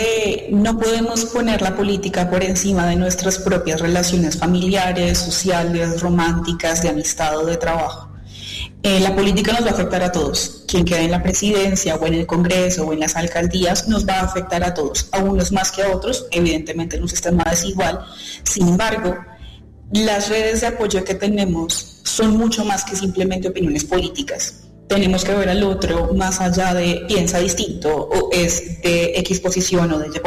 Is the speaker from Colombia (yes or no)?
yes; Colombia; también hay que entender que somos de Colombias distintas, de momentos históricos distintos, de realidades sociales diferentes